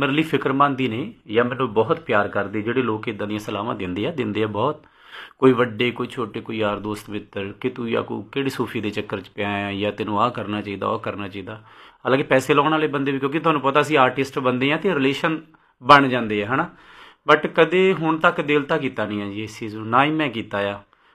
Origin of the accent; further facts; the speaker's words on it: Punjab, India; ਮੈਂ ਤਰਨ ਤਾਰਨ ਜ਼ਿਲ੍ਹੇ ਦਾ, ਉਹ ਬਿਲਕੁਲ ਬਾਰਡਰ 'ਤੇ ਸਾਡਾ ਪਿੰਡ ਆ